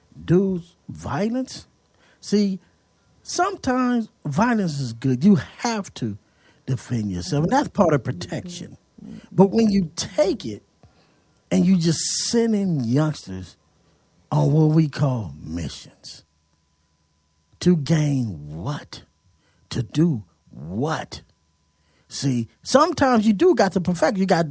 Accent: Pomona, California, United States; also born or lived in Los Angeles; See, I was born in Los Angeles, but I was raised in Pomona.

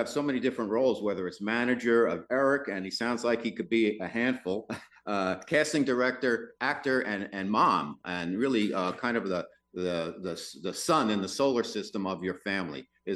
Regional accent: New York City, New York, United States; And I'm an Italian from New York City, and I know the village, and I live back there.

